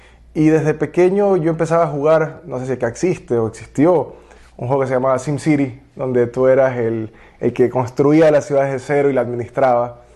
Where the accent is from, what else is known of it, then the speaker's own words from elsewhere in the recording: Ecuador; soy ecuatoriano, tengo 34 años, soy cristiano desde hace 4.